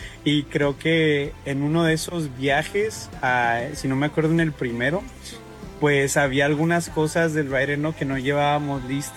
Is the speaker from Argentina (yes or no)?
no; Mexico; now in El Paso, United States; De hecho me crié en México.